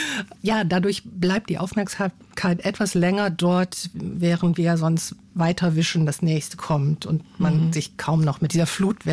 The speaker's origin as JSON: {"language": "German", "region": "West Germany", "country": "Germany", "said": "ich komme aus dem Westen"}